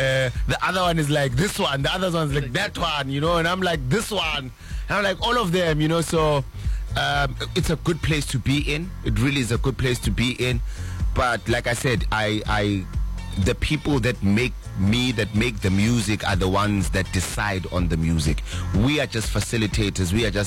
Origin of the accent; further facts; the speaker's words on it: Aliwal North, Eastern Cape, South Africa; Probably one of the best goalkeepers in my hometown, Alwal North, they will tell you, you know.